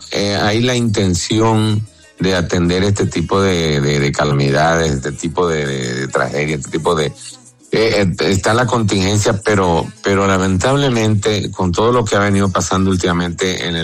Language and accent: Spanish; Venezuela; born there; yo nací en Venezuela, pero acuérdese que yo tengo doble nacionalidad, yo tengo también nacionalidad colombiana